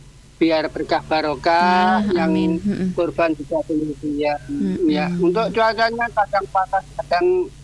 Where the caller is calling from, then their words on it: Indonesia; Kalau di tempat saya, di kampung saya, di Centong itu ada 26 kambing